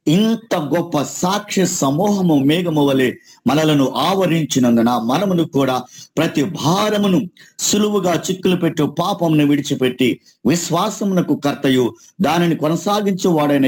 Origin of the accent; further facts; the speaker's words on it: India; So I'm from India.